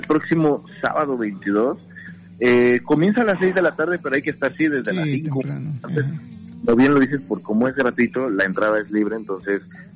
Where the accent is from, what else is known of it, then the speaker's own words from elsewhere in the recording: Toluca, State of Mexico, Mexico; now in near Mexico City, Mexico; Soy originario de Puerto Luca, pero sí radico ahí cerca de la Ciudad de México